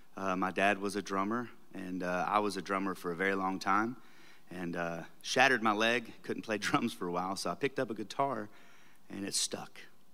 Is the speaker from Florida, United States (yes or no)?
no; Oak Hill, West Virginia, United States; moved away as an adult; also born or lived in Clarksburg, West Virginia / Knoxville, Tennessee; now in Maryville, United States; I was born in Clarksburg, northern West Virginia, and I was raised in Oak Hill, West Virginia, right by the New River Gorge Bridge.